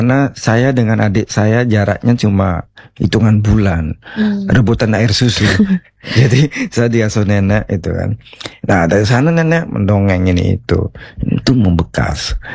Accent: Bali, Indonesia; Misalnya saya dari Bali, saya dari kecil sudah biasa mendengar dongeng, epos, atau cerita-cerita, mito, legenda yang disampaikan oleh nenek saya.

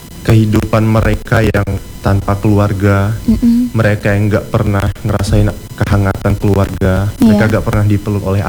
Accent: Jambi, Indonesia; aku sebagai generasi muda, aku yang menerusin daerah ini, aku yang nerusin Jambi.

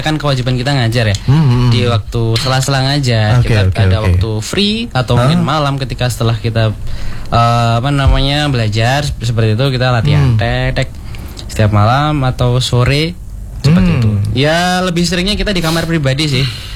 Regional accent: Pacitan, East Java, Indonesia; Saya berasal dari Pacitan, dekat.

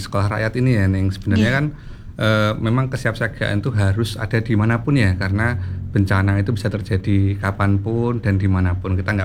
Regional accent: Bojonegoro, East Java, Indonesia; now in Sidoarjo, Indonesia; Saya aslinya Bojonegoro.

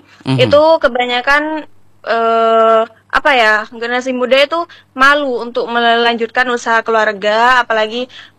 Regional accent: East Java, Indonesia; Perenduan

